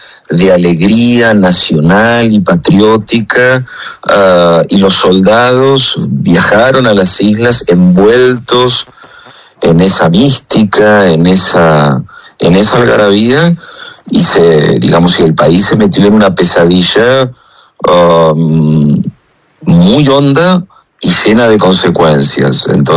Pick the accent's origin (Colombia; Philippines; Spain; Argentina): Argentina